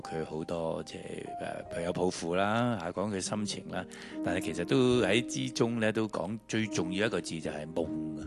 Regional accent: Hong Kong; 我哋香港人嘅荣誉啊

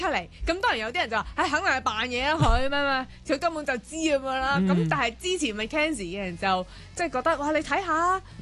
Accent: Hong Kong; 作為香港人嘅80后啊

